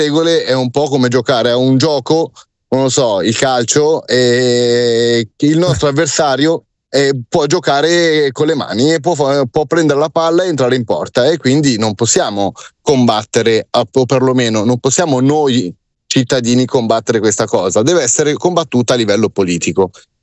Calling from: Milan, Lombardy, Italy; Noi che siamo del Comune di Milano

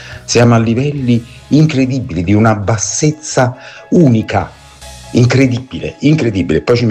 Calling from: Naples, Campania, Italy; da Napoli.

